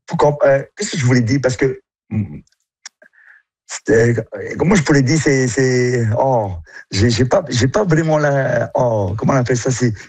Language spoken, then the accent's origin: French; French Polynesia; Ben, chez nous, en Polynésie, c'était une pirogue de p